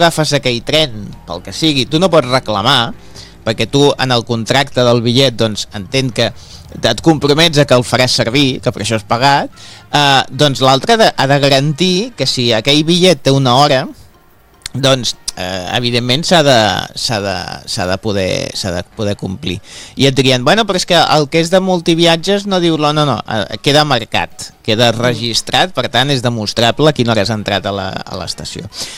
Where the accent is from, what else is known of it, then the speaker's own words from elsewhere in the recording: Madeira, Portugal; now in Spain; Mira, jo vinc de Madeira, que és una illa, i està foradada per tot arreu per construir túnels.